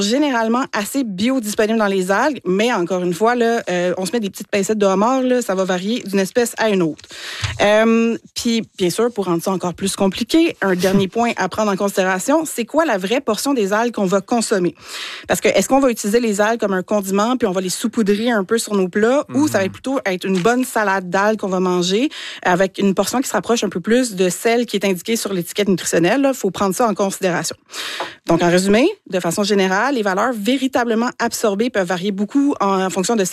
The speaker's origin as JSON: {"language": "French", "region": "Quebec", "country": "Canada", "said": "moi, je suis gaspésienne"}